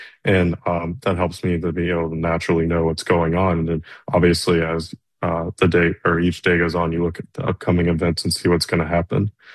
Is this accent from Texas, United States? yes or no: no; Raleigh, North Carolina, United States; growing up in Raleigh. I grew up in Raleigh. I was born in Raleigh, so I'm from North Carolina.